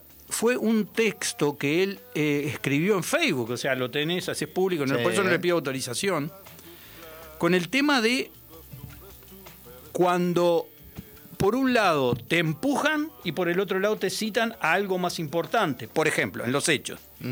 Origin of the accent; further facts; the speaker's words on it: Uruguay; Somos todos uruguayos.